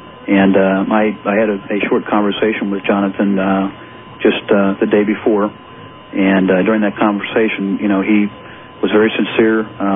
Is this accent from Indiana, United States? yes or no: yes; Indiana, United States; I left Microsoft at the end of 1998, went back to my hometown here in Indiana